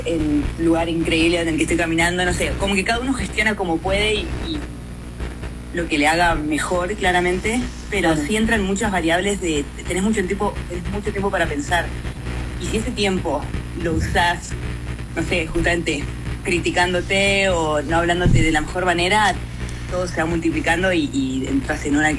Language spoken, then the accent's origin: Spanish; San Martín de los Andes, Neuquén, Argentina; yo soy de San Martín de los Andes, nada, y me crié, ahí nací